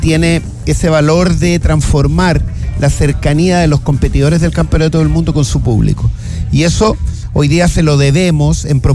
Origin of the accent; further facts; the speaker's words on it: Chile; Soy el único chileno que ha corrido en el MotoGP.